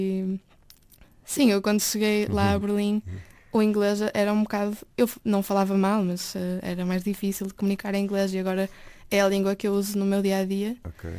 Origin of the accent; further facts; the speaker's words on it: Portugal; Portugal também, que as pessoas gostaram tanto que me deu um bocado de confiança também para trazer à minha terra natal.